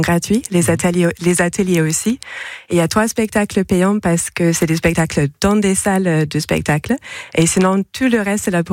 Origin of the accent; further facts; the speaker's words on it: West Midlands, United Kingdom; French is a second language; now in France; Moi, je suis britannique, je viens d'à côté de Birmingham, même si ça fait maintenant pas mal de temps que je suis en France.